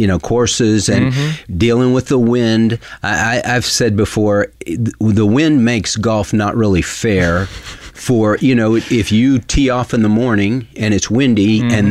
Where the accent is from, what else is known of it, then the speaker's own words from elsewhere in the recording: Texas, United States; So we're obviously from East Texas, where it's pretty and green.